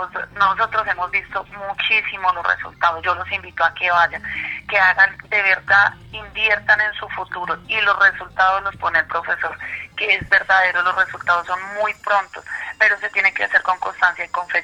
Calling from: Bello, Antioquia, Colombia; Yo estoy llamando de acá, del Bello Antioquia, Medellín.

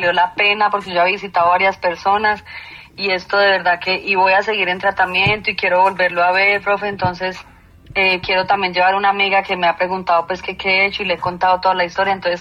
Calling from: Medellín, Antioquia, Colombia; lo estoy llamando de por acá, de la ciudad de Medellín.

